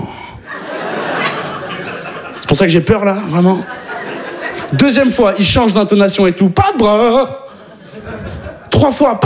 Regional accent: Occitanie, France; now in Paris, France; Je viens de la campagne toulousaine, moi. J'ai jamais vraiment été confronté à un vrai danger. Aujourd'hui, j'habite à Barbès.

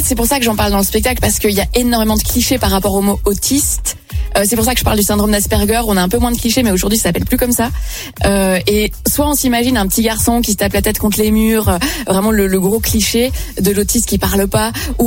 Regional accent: Belgium; je viens de Belgique

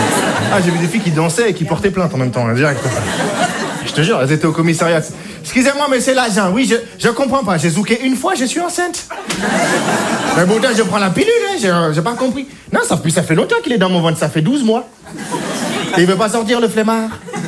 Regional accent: Clermont-Ferrand, Auvergne-Rhône-Alpes, France; Je suis de Clermont-Ferrand, moi, là-bas.

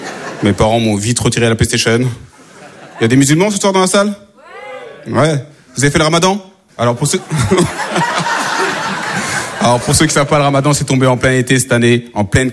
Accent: France; born there; Je lui dis non, madame, je suis pantillais, je suis d'origine malienne. Elle me dit c'est bizarre parce que vous parlez bien français. Je lui dis madame, si je parle bien français, c'est peut-être parce que je suis née en France

